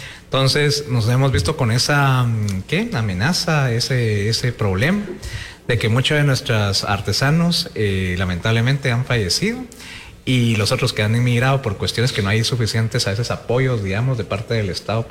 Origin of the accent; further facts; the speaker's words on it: Guatemala; fundamental y es importante no solo para la cultura, sino también para la identidad que tenemos como guatemaltecos.